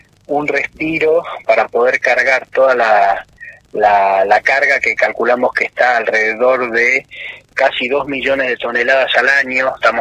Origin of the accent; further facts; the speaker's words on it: Argentina; como argentinos tenemos que lograr competitividad de todas nuestras regiones